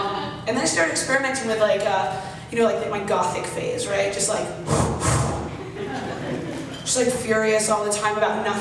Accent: Arizona, United States; I was raised in Arizona. And it was just like, I never dealt with allergies there.

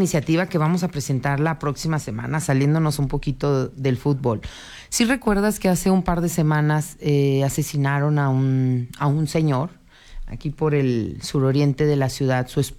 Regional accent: Mexico; el fútbol, que nos une como mexicanos

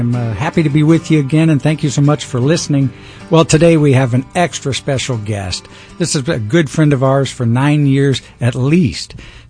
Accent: Phoenix, Arizona, United States; I grew up in Phoenix

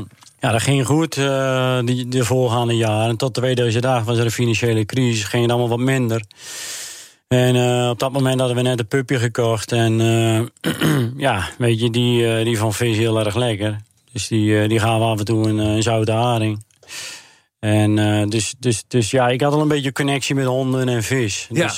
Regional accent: Urk, Flevoland, Netherlands; Ja, ik ben opgegroeid op Urk natuurlijk. En we zijn Urkers en op Urk iedereen ademt vis.

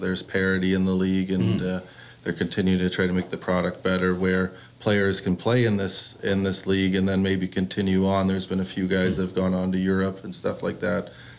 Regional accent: Port Hope, Ontario, Canada; Port Hope area.

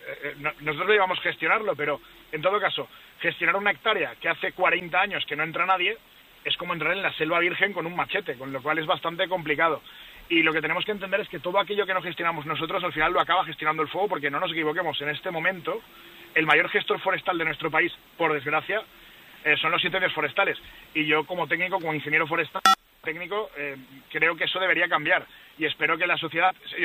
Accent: Valencia, Valencian Community, Spain; Pero yo, por ejemplo, soy de Valencia y en mi tierra hay muy poquitas empresas que se dediquen a obra forestal

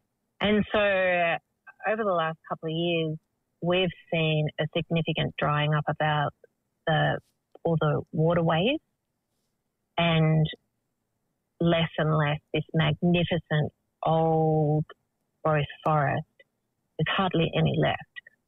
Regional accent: Tasmania, Australia; born there; I was born here in Lutwyta, Tasmania, to the Palawa community. My mother's people are Yorta Yorta. I'm a Yorta Yorta woman, and old grandfather is a Jajarong.

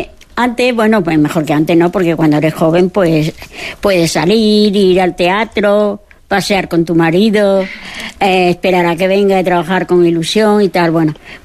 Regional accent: Arroyomolinos, Extremadura, Spain; Yo vivía en Torremenga, aunque yo soy de Arroyomolino, me hice una casa en Torremenga y vivo ahí.

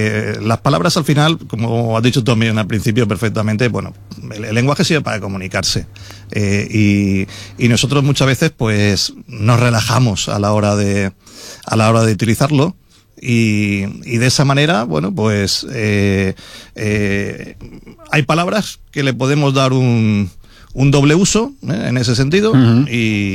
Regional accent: Valencian Community, Spain; somos de las últimas zonas donde se habla valenciano, ya un poquito más abajo, ya pasando Crevillente, pues el valenciano apenas...

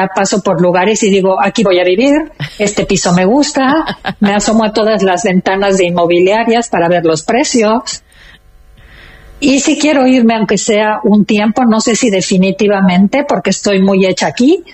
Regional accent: Mexico; Todos me preguntan, ¿de dónde eres? Inmediatamente que abro la boca, porque tienes acento siempre. Pero yo muy orgullosa siempre digo de México.

